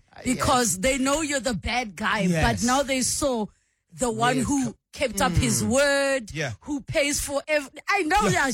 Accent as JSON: {"language": "English", "country": "South Africa", "said": "We are evolving as South African viewers because we used to not like seeing ourselves reflected back to us."}